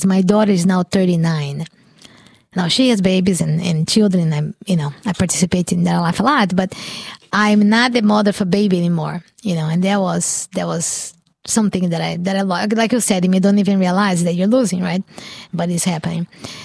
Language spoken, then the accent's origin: English; Brazil; now in United States; when I came from Brazil, I had a duffel bag, an enormous duffel bag